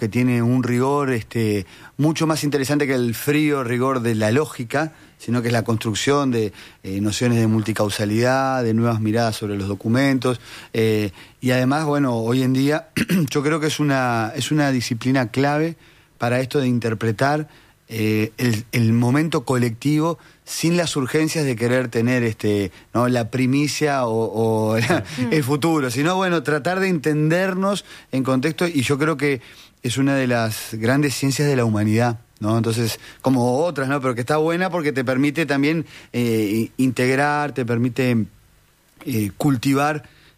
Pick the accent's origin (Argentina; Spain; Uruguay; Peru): Uruguay; ¿por qué no somos argentinos pero somos rioplatenses?